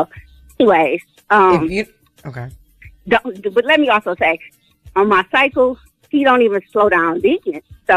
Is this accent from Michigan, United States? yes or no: yes; Detroit, Michigan, United States; now in Washington, United States; But yeah, I'm from Detroit, but I live in the DMV area.